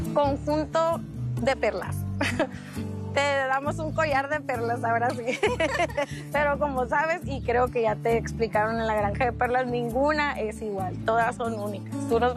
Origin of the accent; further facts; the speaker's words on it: Sonora, Mexico; Pues es que somos de Sonora